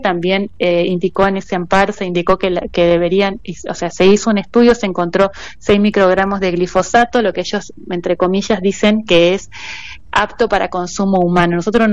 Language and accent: Spanish; Paraná, Entre Ríos, Argentina; moved away as an adult; now in Colonia Ensayo, Argentina; Yo soy de Paraná, de la ciudad de Paraná